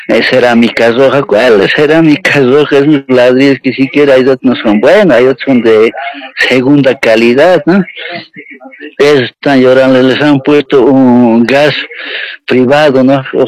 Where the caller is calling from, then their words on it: Bolivia; Estoy llamando desde Huichicoya, Alta Avenida Evo Morales Ayma.